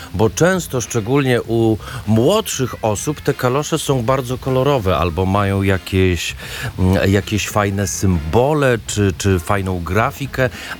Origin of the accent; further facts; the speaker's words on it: Podlaskie Voivodeship, Poland; moved away; Moje okolice rodzinne też mieszczą się blisko Białegostoku.